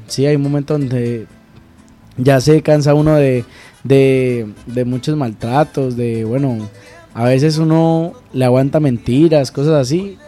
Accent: Florencia, Caquetá, Colombia; raíces huilenses. Sí, y bueno, no, pues es muy curioso porque, aunque no, yo nací en Florencia y me crié allá, pero siempre fue como muy, muy, muy común venir mucho por estos lados.

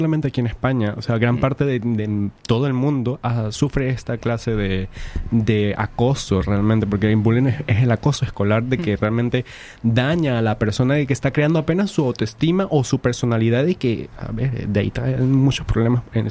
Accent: San Cristóbal, Táchira, Venezuela; moved away; Yo soy venezolano, soy justamente de un pueblo andino de Venezuela, del Táchira, soy de San Cristóbal.

